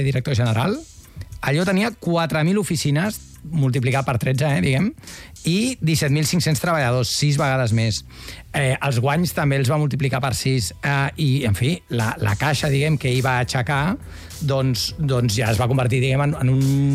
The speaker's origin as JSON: {"language": "Catalan", "region": "Catalonia", "country": "Spain", "said": "I com a català"}